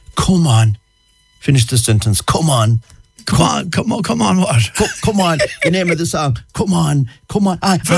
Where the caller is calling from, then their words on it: northern Spain, Spain; We're tuned in from Northern Spain.